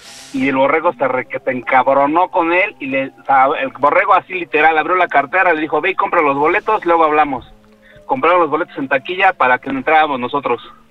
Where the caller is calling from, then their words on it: Nezahualcóyotl, State of Mexico, Mexico; de Ciudad Neza.